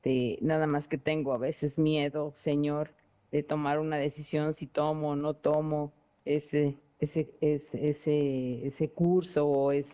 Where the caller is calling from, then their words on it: Guadalajara, Jalisco, Mexico; Buenas tardes, ¿cómo está? … de aquí de Guadalajara.